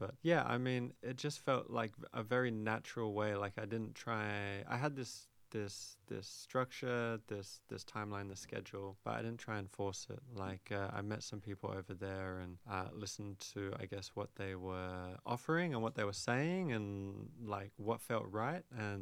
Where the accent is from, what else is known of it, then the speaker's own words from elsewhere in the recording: Brisbane, Queensland, Australia; now in Sydney, Australia; I grew up in Brisbane, came down to Sydney